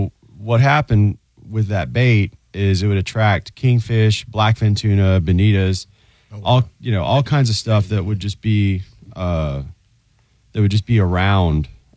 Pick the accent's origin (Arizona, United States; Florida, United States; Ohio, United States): Florida, United States; Jacksonville; I mean, well, I grew up in Jacksonville